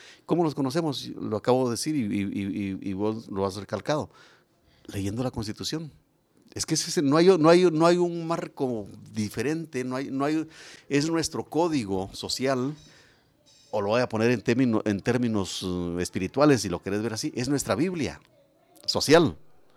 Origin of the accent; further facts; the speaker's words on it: Guatemala; los guatemaltecos somos la materia prima, somos la sangre, somos el ADN de esta nación.